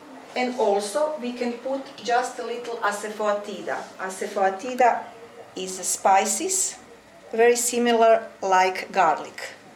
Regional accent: Croatia; English is a second language; from Croatia.

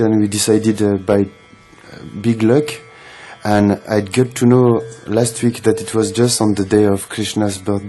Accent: northern France, France; English is a second language; also born or lived in Belgium; I am from France and Belgium, actually, just from north of France.

